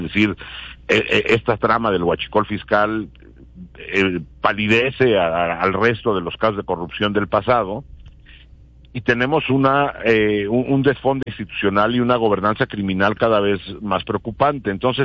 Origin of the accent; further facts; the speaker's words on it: Mexico; sabemos como mexicanos